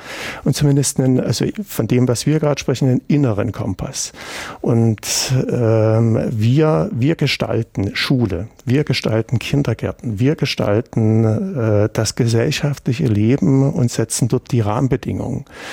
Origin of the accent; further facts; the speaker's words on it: East Germany, Germany; also ich bin in der DDR groß geworden